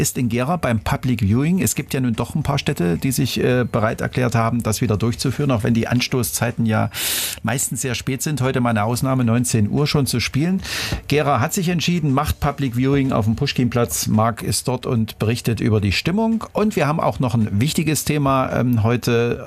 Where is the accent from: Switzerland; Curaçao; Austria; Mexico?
Curaçao; Ja, ich bin sauer. Curaçaoer.